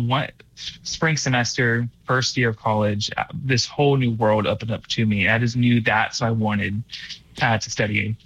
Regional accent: Austin, Texas, United States; It's a question I get asked a lot because I'm from Texas.

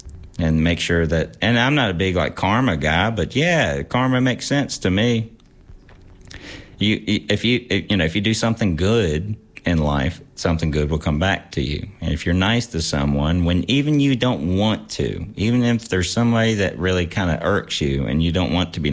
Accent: Clifton Forge, Virginia, United States; Growing up in Clifton Forge was, I'll say now, great, because I grew up on a farm.

